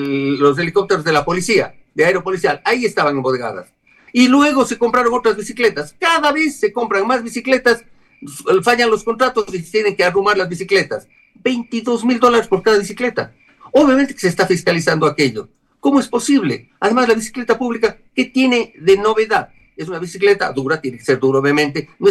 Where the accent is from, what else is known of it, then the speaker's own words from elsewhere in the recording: Quito, Pichincha, Ecuador; o somos los quiteños quienes vivimos en esta ciudad